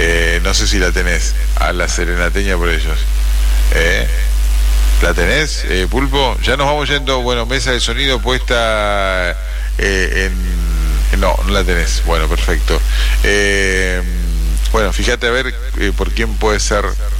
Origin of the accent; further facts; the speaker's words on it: La Viña, Salta, Argentina; now in Firmat, Argentina; Soy bien salteño, nacido en el pueblo de La Viña, camino a Cafayate. … les mando saludo a todos los viajeros de mi pueblo nativo. Hace 22 años que vivo en Firmat.